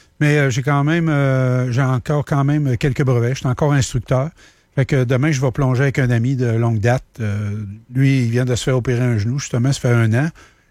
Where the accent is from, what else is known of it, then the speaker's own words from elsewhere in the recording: Grondines, Quebec, Canada; c'est pas loin de mon patelin à Grondines.